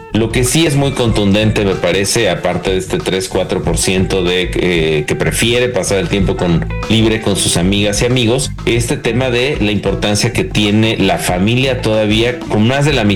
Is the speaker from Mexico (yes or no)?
yes; Mexico; quiénes somos como mexicanas y mexicanos